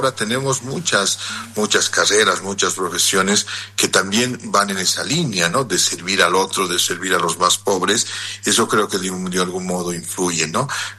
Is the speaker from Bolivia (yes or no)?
yes; Bolivia; soy boliviano.